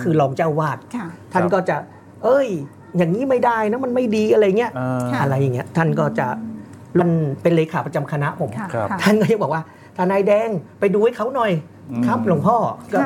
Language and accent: Thai; Nakhon Sawan, Thailand; born or raised there; also born or lived in Ubon Ratchathani